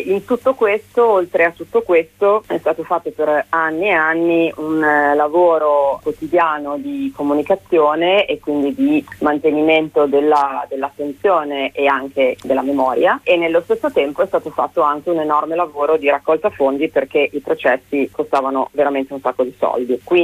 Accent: Bologna, Emilia-Romagna, Italy; lo dico da bolognese, insomma da bolognese, da traduzione.

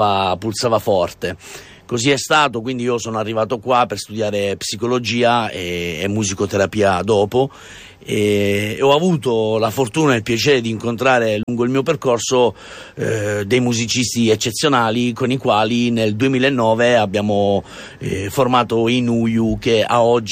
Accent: Calabria, Italy; moved away as an adult; now in Bologna, Italy; Io sono calabrese

